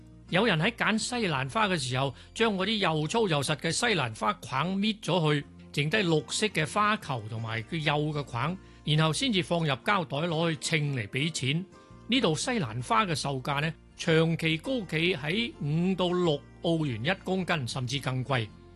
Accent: Hong Kong; now in Sydney, Australia; 仲记得细个喺香港嘅时候呢

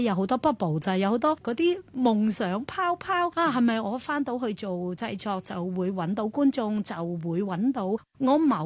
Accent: Hong Kong; 我哋其實香港人

